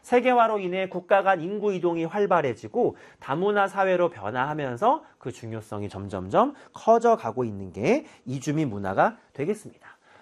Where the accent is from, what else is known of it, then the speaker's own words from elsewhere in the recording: South Korea; 또 우리나라처럼 전통적으로 막 단일 민족, 또 이런 것들을 굉장히 또 강조했었던 그런 사회잖아요.